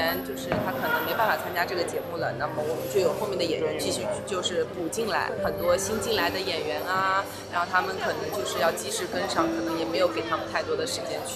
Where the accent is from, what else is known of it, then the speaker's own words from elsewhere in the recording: Haiyan, Zhejiang, China; 我是嘉兴海盐人，从小其实我就是听着潮水长大的。